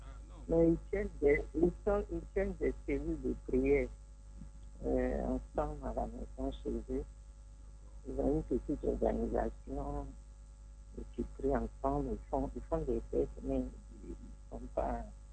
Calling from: Abidjan, Côte d’Ivoire; Je vous appelle d'Angré.

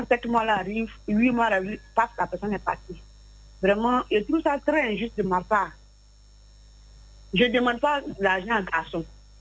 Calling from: Bobo-Dioulasso, Hauts-Bassins, Burkina Faso; Je suis à Bobo.

